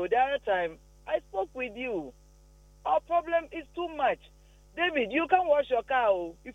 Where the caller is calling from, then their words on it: Bokrom, Ashanti, Ghana; I'm calling from Bokrom. Bokrom proper. Dave, if you come and see the road, we have potholes, manholes, fish pond, though, swimming pool.